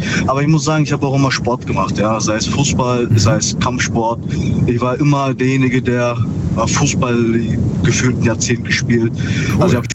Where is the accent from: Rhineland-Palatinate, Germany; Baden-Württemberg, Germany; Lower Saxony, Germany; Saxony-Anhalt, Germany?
Baden-Württemberg, Germany; Ravensburg; Aus Ravensburg.